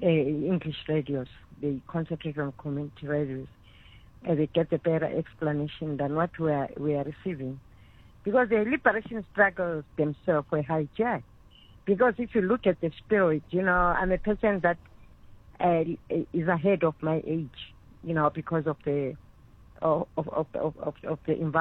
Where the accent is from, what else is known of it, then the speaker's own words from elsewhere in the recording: South Africa; I'll talk about South Africa because I'm a South African.